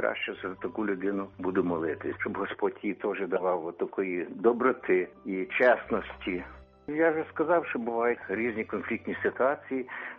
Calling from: Kyiv, Ukraine; Місто Київ.

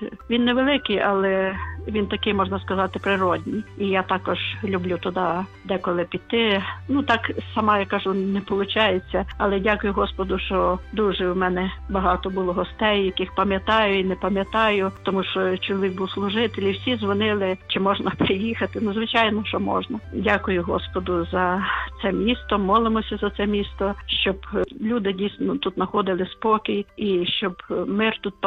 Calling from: Lviv, Lviv Oblast, Ukraine; живу в Україні. Дякую, що зараз живу у Львові. Більшу частину свого життя я прожила у Львові, хоча я не народилася у Львові.

